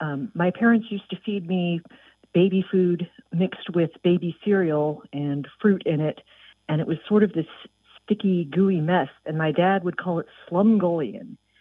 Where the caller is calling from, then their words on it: Aiken, South Carolina, United States; I'm calling from Aiken, South Carolina.